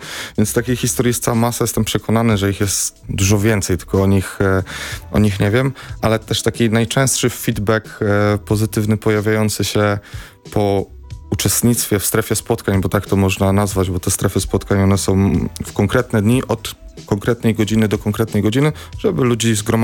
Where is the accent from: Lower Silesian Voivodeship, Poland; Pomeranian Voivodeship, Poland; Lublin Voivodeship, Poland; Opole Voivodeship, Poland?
Pomeranian Voivodeship, Poland; Gdańsk; Bo my jesteśmy z Gdańska, więc najczęściej przychodzimy na strefy spotkań w Gdańsku.